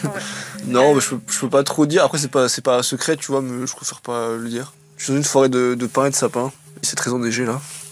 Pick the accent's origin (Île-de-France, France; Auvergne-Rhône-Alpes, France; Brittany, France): Brittany, France; Quimper; moved away as an adult; now in Ukraine; je suis breton, je viens de Quimper et j'ai 27 ans. Et depuis presque 3 ans maintenant, je suis combattant en Ukraine.